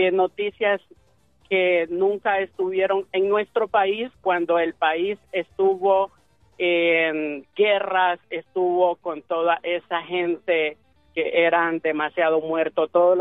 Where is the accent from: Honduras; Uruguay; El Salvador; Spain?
El Salvador; moved away; en mi país, El Salvador